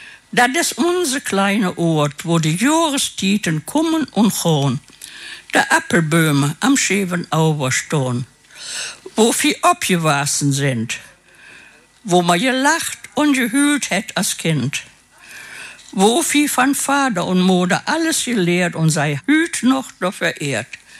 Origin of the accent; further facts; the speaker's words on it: Gummersbach, North Rhine-Westphalia, Germany; accent: Gummersbacher Platt; ich komme aus dem Oberbergischen